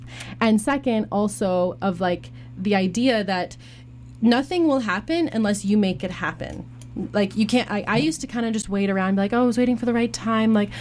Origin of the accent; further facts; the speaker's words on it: Canada; also born or lived in Belgium; I'm French speaking, but I'm Belgian Canadian.